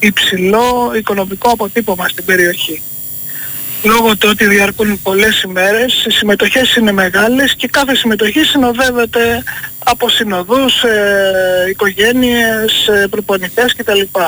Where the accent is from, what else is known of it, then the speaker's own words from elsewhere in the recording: Greece; είμαστε Έλληνες